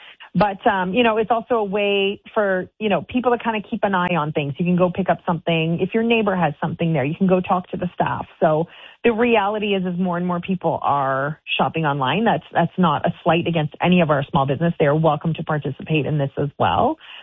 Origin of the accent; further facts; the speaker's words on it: Windsor, Ontario, Canada; now in Ottawa, Canada; I'm from the Windsor area.